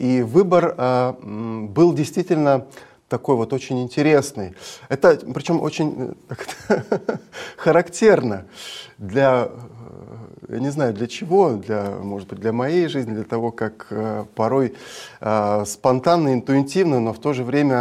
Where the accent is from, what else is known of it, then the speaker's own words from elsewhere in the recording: Samara, Samara Oblast, Russia; also born or lived in Vorkuta; now in Kemerovo, Russia; Вообще родился я в городе Воркута, там у меня родители работали, мама зубной врач, вот, папа машинист локомотива, вот. Но потом мы переехали, и фактически все детство у меня было в Самаре.